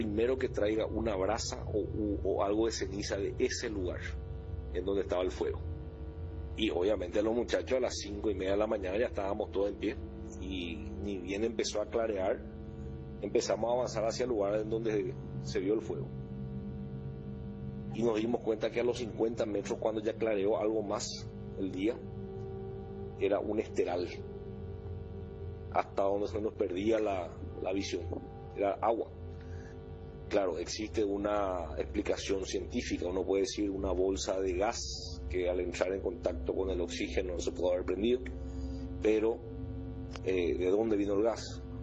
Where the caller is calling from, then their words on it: Asunción, Paraguay; siendo citadino, siendo asunceno.